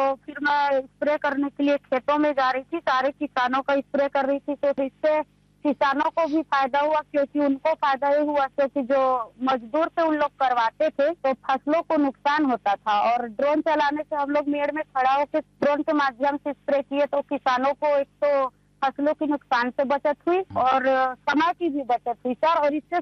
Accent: Chhattisgarh, India; और मैं बिलासपुर जिले के मसूरी ब्लॉक सिपात पौड़ी की रहने वाली हूँ।

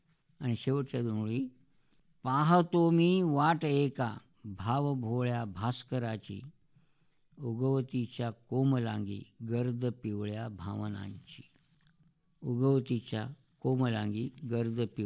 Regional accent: Narsi, Maharashtra, India; माझा गाव नरसी नामदेव.

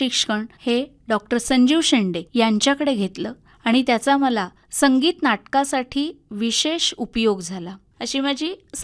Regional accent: Chiplun, Maharashtra, India; तर त्या घरात माझा जन्म झाला। माझं सगळं लहानपण हे पूर्णपणे चिपळूणला गेलं

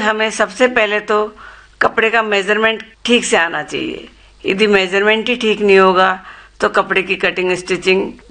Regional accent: Hindoli, Rajasthan, India; moved away as an adult; now in Kota, India; मैं बूंदी डिस्ट्रिक्ट के हिंडौली कस्बे से हूँ

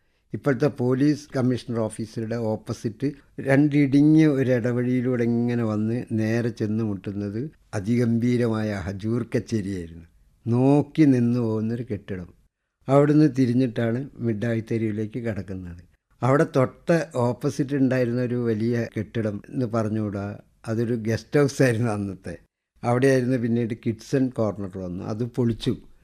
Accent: Kozhikode, Kerala, India; ആ കൊടിമരം സാക്ഷിയായിട്ടാണ് ഞങ്ങൾ കോഴിക്കോട്ടുകാർ ഈ സാധനങ്ങളൊക്കെ കാട്ടിക്കൂട്ടുന്നത്.

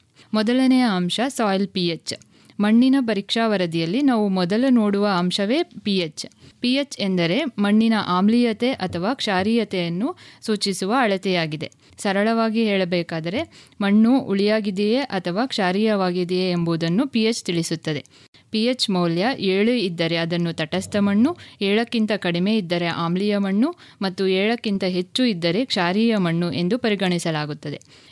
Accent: Kolar, Karnataka, India; now in Mysore, India; ನಾನು ಮೂಲತಃ ಕೋಲಾರದಿಂದ ಬಂದಿದ್ದೇನೆ.

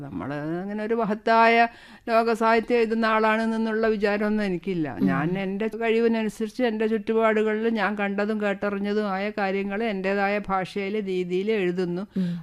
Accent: Thalassery, Kerala, India; ഞാൻ തലശ്ശേരി തിക്കോടിയൊക്കെയാണ് ജനിച്ചതും വളർന്നതെങ്കിൽ

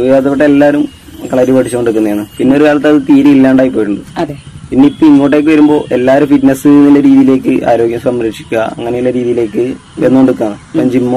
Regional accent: Kuttippuram, Kerala, India; ഞാൻ കുറ്റിപ്പുറത്ത്.

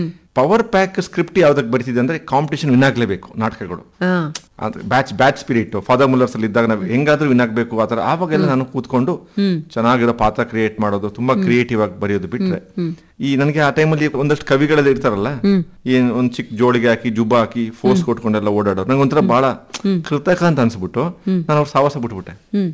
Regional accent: Sullia, Karnataka, India; moved away as an adult; also born or lived in Bhagamandala, Kodagu; now in Kodagu, India; ಸುಳ್ಯ. ನಾನು made in Dakshina Kannada, ನಾನು ಹುಟ್ಟಿದ ಭಾಗಮಂಡಲ ನಮ್ಮೂರು, ಮತ್ತೆ ದುಡಿಯಕ್ಕೆ ಬಂದಿರೋದು ಕೊಡಗಿಗೆ. ನನ್ನ ತಯಾರು ಮಾಡಿರೋದು ದಕ್ಷಿಣ ಕನ್ನಡ

